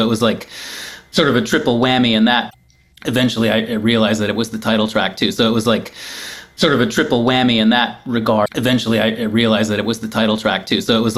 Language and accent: English; Midwest, United States; it was really just an image that I had of growing up in the Midwest